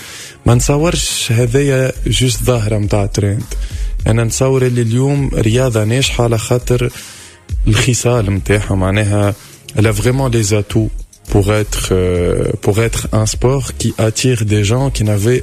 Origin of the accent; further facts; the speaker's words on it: Bizerte, Bizerte Governorate, Tunisia; moved away; also born or lived in France; احنا من بنزرت